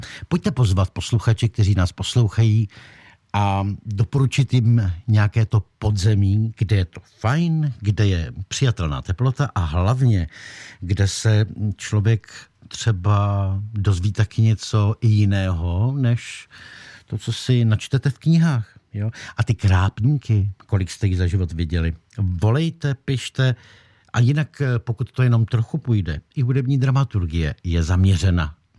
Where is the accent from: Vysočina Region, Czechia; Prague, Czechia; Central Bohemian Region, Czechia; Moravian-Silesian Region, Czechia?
Prague, Czechia; Jako Pražák národní